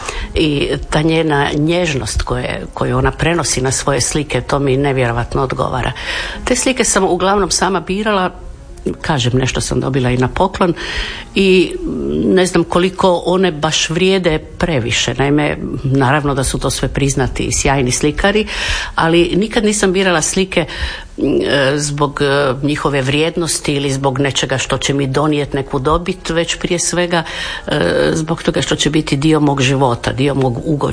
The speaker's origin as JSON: {"language": "Croatian", "town": "Imotski", "region": "Split-Dalmatia County", "country": "Croatia", "said": "Igrom slučaja sam rođena u Splitu, u to vrijeme mi smo živjeli u našoj prelijepoj vili u Imotskom."}